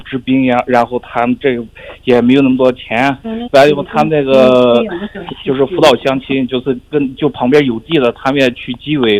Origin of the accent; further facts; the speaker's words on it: Xinhe, Xinjiang, China; 我老家呢是阿克苏地区信和县的